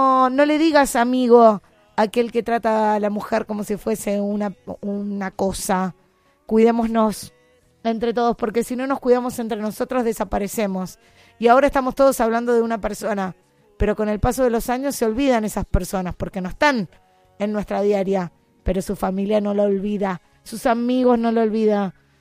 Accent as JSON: {"language": "Spanish", "country": "Argentina"}